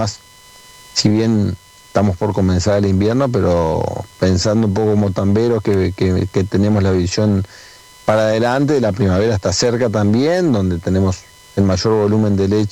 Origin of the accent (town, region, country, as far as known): Uruguay